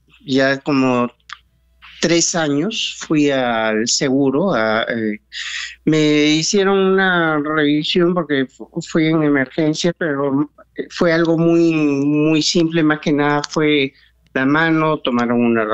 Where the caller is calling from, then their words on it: Lima, Peru; Bueno, desde Surquillo.